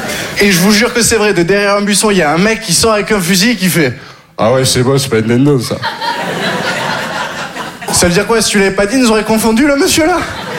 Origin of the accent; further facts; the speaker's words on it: Occitanie, France; Je viens du Sud, j'ai grandi dans le Gard.